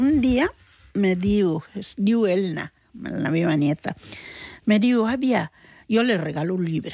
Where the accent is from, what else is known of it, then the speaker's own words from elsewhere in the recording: Bioko, Equatorial Guinea; moved away; jo sóc una dona negra, que sóc bubi de Guinea Equatorial, on és Àfrica